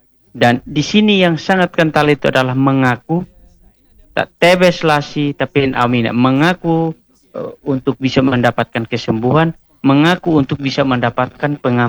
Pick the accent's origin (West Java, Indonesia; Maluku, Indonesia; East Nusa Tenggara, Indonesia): East Nusa Tenggara, Indonesia; ketika kita bertemu dan damai, ritualnya dalam kalangan kami orang Atoni itu adalah nakiti.